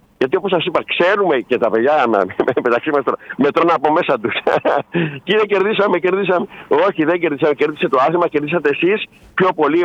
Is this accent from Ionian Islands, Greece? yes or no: yes; Ionian Islands, Greece; εγώ κατάγομαι από την Νότια Κέρκυρα εκεί, στο Ακτή Μεσογείς για παράδειγμα